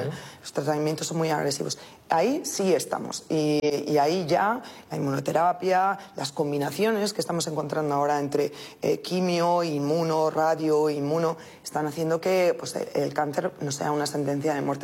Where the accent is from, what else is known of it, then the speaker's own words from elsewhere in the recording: Salamanca, Castile and León, Spain; moved away; yo como charra, además y formada allí